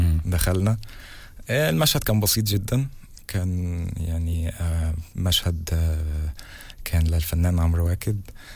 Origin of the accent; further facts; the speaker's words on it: Palestine; accent: Palestinian; now in Egypt; انا عامة معروف ان انا فلسطيني.